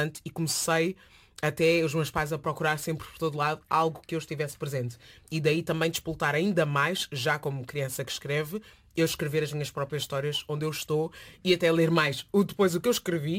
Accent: Lisbon, Portugal; Principalmente sendo lisboeta, e isto não acontecia.

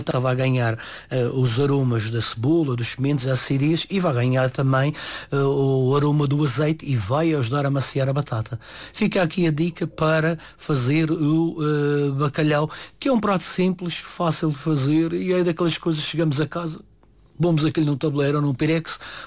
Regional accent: Madeira, Portugal; como eu sou madeirense e gosto muito da segurelha

